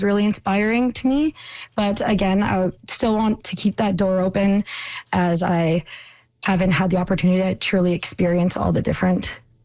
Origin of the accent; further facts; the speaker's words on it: Fort Frances, Ontario, Canada; moved away; I'm from Fort Frances, so I definitely want to work where I'm from